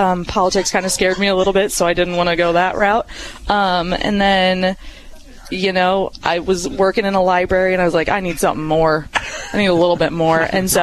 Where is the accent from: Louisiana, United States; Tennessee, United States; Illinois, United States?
Illinois, United States; Pekin; now in Springfield, United States; I'm actually from Pekin, Illinois.